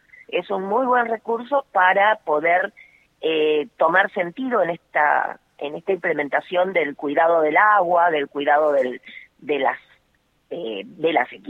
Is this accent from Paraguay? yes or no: no; San Juan, Argentina; Bueno, mi provincia es San Juan.